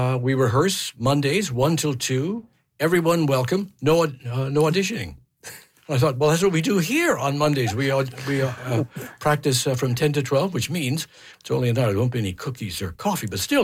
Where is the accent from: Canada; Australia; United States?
Canada; Winnipeg, Manitoba; We're from Winnipeg, the city that gave its name to Winnie the Pooh.